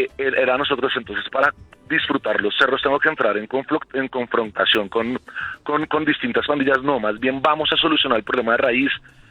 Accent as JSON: {"language": "Spanish", "region": "Bogotá", "country": "Colombia"}